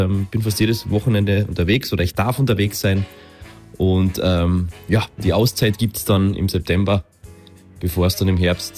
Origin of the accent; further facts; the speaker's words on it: Carinthia, Austria; die Inspiration von dem Song kommt einfach zur Nähe zu Italien als Kärntner oder auch Kroatien